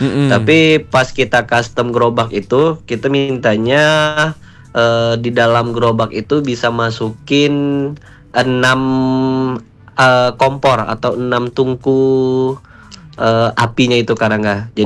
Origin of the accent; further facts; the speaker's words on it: West Sumatra, Indonesia; now in Bogor, Indonesia; Kebetulan saya memang orang Sumatera Barat.